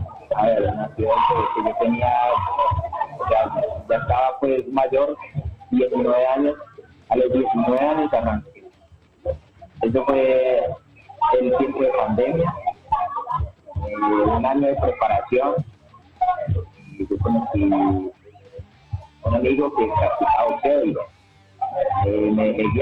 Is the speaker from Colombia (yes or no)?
yes; San Mateo, Colombia; Mira, yo vengo creciendo en San Mateo, aquí en Chamaco. Yo vengo desde el barrio.